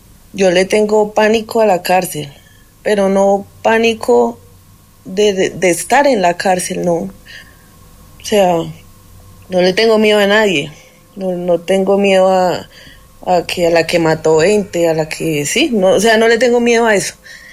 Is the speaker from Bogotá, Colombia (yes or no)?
yes; Bogotá, Colombia; Yo que soy rola.